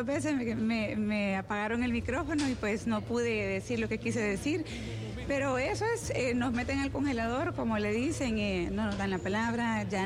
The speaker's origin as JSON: {"language": "Spanish", "country": "Honduras", "said": "yo soy hondureña"}